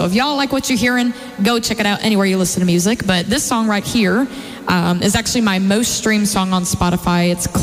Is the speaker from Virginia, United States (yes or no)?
yes; Virginia, United States; born there; I was born in Virginia. I was actually born on the Virginia-West Virginia line.